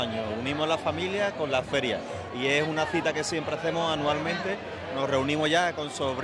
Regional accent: San Fernando, Andalusia, Spain; born there; now in Cádiz, Spain; yo nací en San Fernando, lo que pasa que por circunstancias vivo en Cádiz

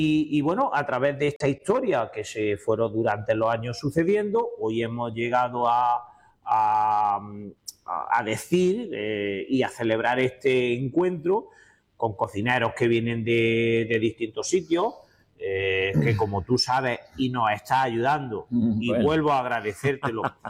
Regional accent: Linares, Andalusia, Spain; nosotros somos una ciudad muy de tapeo

